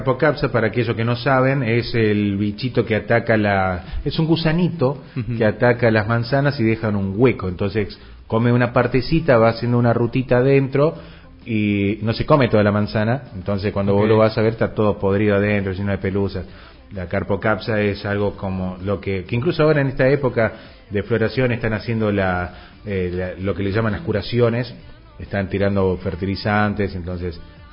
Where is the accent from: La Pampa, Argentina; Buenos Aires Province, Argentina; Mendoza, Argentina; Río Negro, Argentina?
Río Negro, Argentina; General Roca; now in Buenos Aires, Argentina; yo soy de Roque